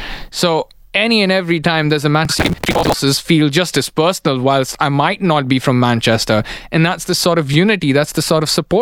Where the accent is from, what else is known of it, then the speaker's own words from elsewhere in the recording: India; And I come from India, where cricket is seen as a religion